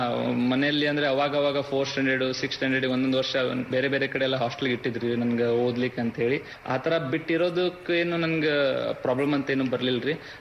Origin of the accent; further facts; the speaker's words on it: Shiggaon, Karnataka, India; Shiggaon, Haveri district Shiggaon ನಂದು.